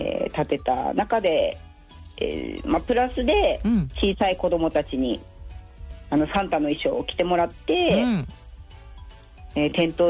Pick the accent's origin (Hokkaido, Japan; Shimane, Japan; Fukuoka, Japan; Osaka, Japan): Hokkaido, Japan; Tokachi; 私は生まれも育ちも十勝です。